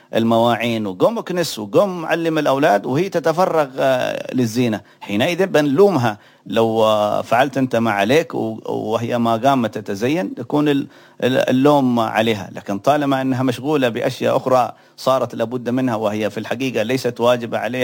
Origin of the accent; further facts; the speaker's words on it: Yemen; عندنا في اليمن